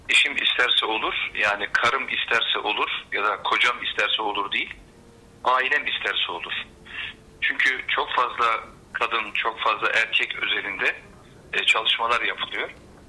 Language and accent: Turkish; Akkuş, Ordu, Turkey; now in Gaziantep, Turkey; Memleketimiz Ordu. Orduluyum aslen. Ordu üyeliyim. Akkuş doğumluyum. Ama Gaziantep'te ikamet ediyorum. Gaziantep'te yaşıyorum.